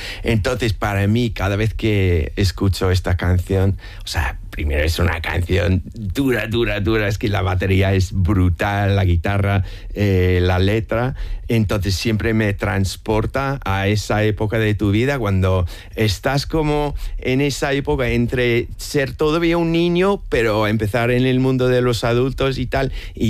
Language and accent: Spanish; United Kingdom; Spanish is a second language; moved away as an adult; now in Madrid, Spain; yo soy el típico británico que de mi infancia fue marcada por las vacaciones familiares en España